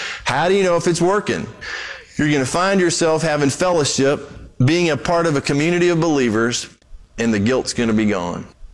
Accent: Brazil; I grew up in Brazil.

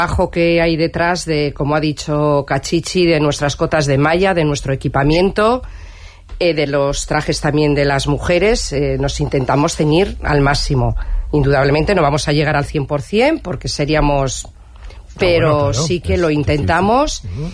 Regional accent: Irun, Basque Country, Spain; O sea, pasamos y somos los de Irún. O sea, es increíble, pero somos los de Irún.

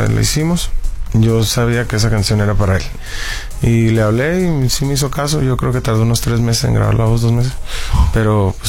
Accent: Tijuana, Baja California, Mexico; de donde soy yo, a las afueras de la ciudad, se crece escuchando música mexicana

